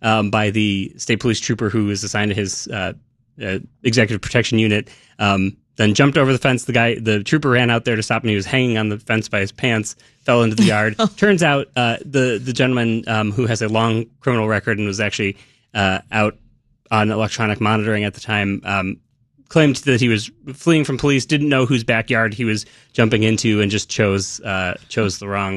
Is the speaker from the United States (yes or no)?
yes; Lombard, Illinois, United States; also born or lived in Springfield / Chicago; now in Cook County, United States; I grew up in Lombard. I live in the near west suburbs in Cook County right now. I do not claim to be a Chicagoan.